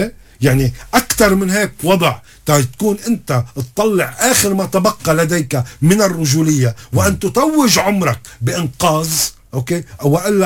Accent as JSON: {"language": "Arabic", "country": "Lebanon", "said": "نحن كلبنانيين مؤيدين هيك بتحفظ او ببروده او من دون عقيده"}